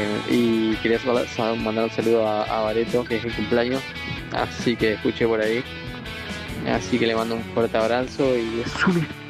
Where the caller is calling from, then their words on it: Paraná, Entre Ríos, Argentina; de Paraná, Entre Ríos.